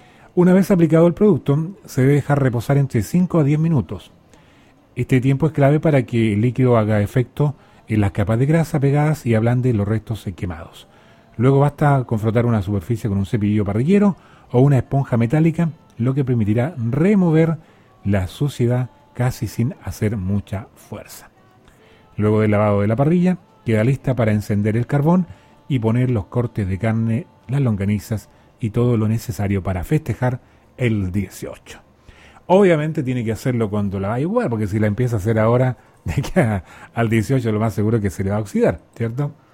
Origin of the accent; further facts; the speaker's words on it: Chile; nosotros como chilenos